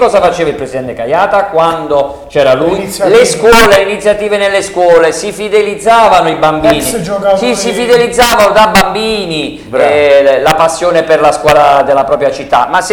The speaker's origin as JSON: {"language": "Italian", "town": "Potenza", "region": "Basilicata", "country": "Italy", "said": "sono di Potenza, ma vivo da 20 anni a Punto Verde"}